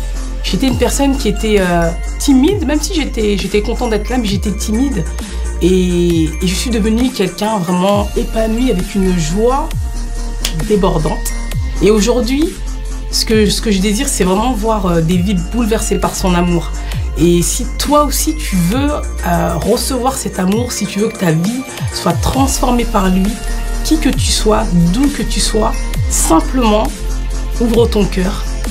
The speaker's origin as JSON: {"language": "French", "town": "Paris", "region": "Île-de-France", "country": "France", "tie": "born or raised there", "said": "française d'origine malienne et j'ai grandi à Paris. Et j'ai grandi dans une famille musulmane."}